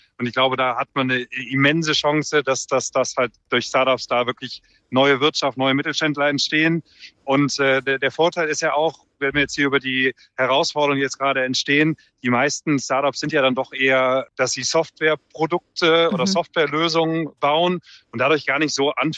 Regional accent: Cologne, North Rhine-Westphalia, Germany; Und ich bin selber Kölner. Von Köln kommt man ja perfekt überall hin.

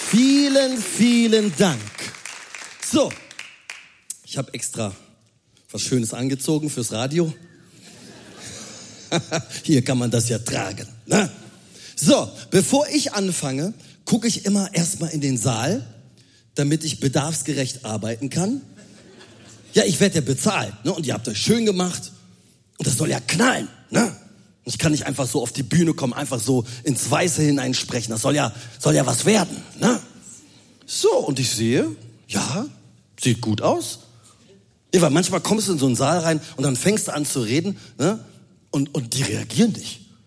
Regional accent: Cologne, North Rhine-Westphalia, Germany; born there; Und ich bin ja Rheinländer, das sieht man ja auch. Ne? Ich bin in Köln geboren.

